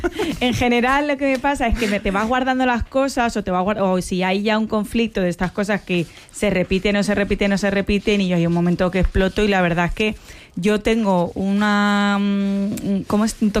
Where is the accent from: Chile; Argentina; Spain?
Spain; Chipiona, Andalusia; Y yo la verdad es que soy una piedradura de Chipiona.